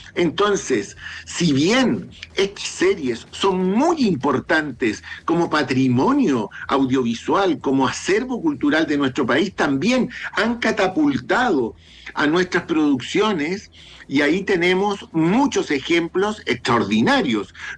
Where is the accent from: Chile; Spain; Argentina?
Chile; Somos chilenas y chilenos